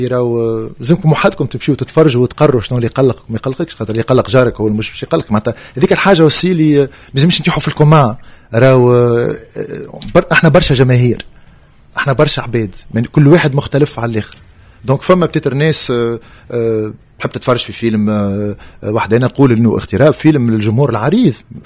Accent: Tunisia; دونك السينما التونسية راهي سفيرة تونس البرة، نحن كسافروا

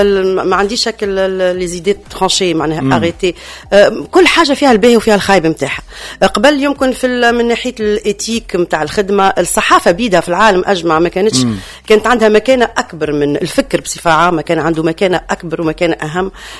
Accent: La Goulette, Tunis Governorate, Tunisia; نتفكر البحر خيار الدين وحلق الواد والجو في البونليونور الكل اللي هي حومتي، البريكه، سيدي بوسعيد

